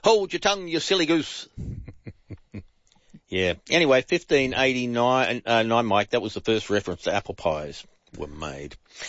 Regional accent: Australia; Of course they do, because we're Australian.

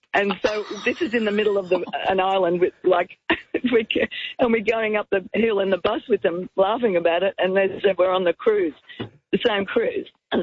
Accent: Beaumaris, Victoria, Australia; I said, we were brought up in Beaumaris. So we know the same people, went

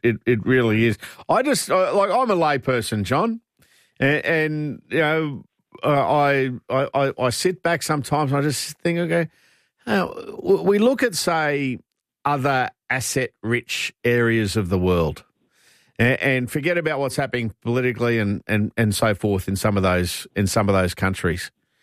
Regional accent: Tarragindi, Queensland, Australia; We don't want to drive past the Chardons, and I grew up on Cracknell Road in Tarragindi.

